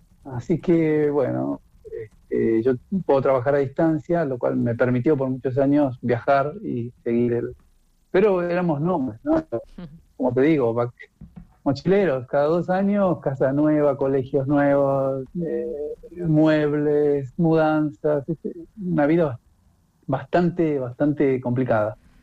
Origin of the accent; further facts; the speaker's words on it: Trelew, Chubut, Argentina; moved away as an adult; also born or lived in Buenos Aires; yo vengo de Buenos Aires, nací en Buenos Aires, y mi familia se trasladó a Trelew cuando yo tenía 7 u 8 años. Hice todo mi escuela primaria, secundario.